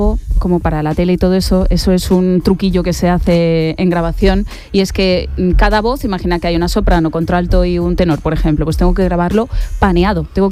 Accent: Calvià, Balearic Islands, Spain; moved away; Yo tenía 15 años. Yo colaboraba en una radio de estas locales de ahí de mi pueblo, de Calvía

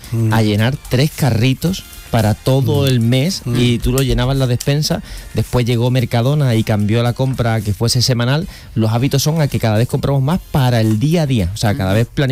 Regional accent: Cádiz, Andalusia, Spain; born there; Bueno, yo nací en Cádiz y entonces...

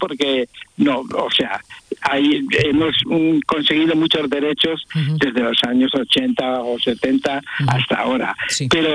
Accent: Iznatoraf, Andalusia, Spain; born there; also born or lived in Madrid / London / Netherlands; Primero nací en Iznatoraf, o Toraf

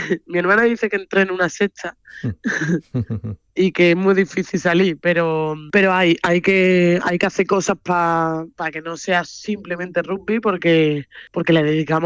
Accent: Seville, Andalusia, Spain; Ah, bueno, y Ana Peralta y yo, que somos sevillana. Las dos de Sevilla.

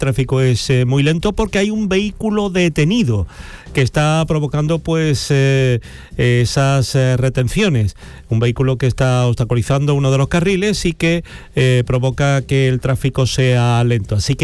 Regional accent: Andalusia, Spain; nuestra tierra. El paraíso se llama Andalucía

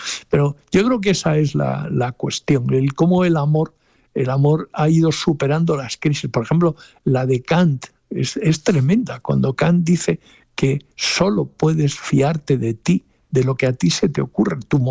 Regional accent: Cádiz, Andalusia, Spain; vete tú a mi tierra a decirle a un gaditano que hay que vivir por el deber, ¿no?

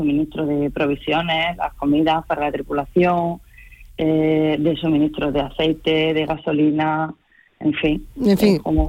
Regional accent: Linares, Andalusia, Spain; now in Almería, Spain

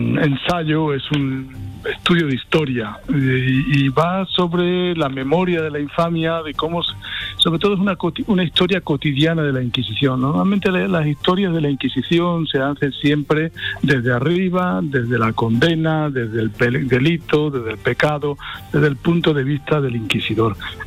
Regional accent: Paymogo, Andalusia, Spain; Soy andevaleño, sí, soy de Paimogo, onubense, efectivamente.

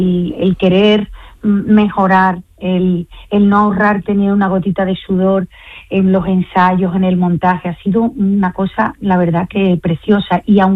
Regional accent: Andalusia, Spain; somos todos andaluces

